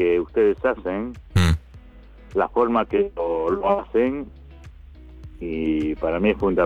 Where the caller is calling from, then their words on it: Longchamps, Buenos Aires Province, Argentina; de Longchamps.